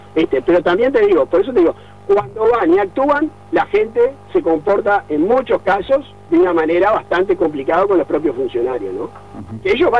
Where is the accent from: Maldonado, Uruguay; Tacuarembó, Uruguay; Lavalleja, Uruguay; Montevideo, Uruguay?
Maldonado, Uruguay; Lo que somos de Maldonado